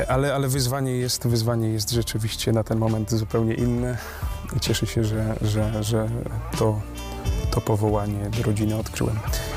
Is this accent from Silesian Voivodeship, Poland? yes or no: yes; Chorzów, Silesian Voivodeship, Poland; born there; Urodziłem się na Śląsku w Chorzowie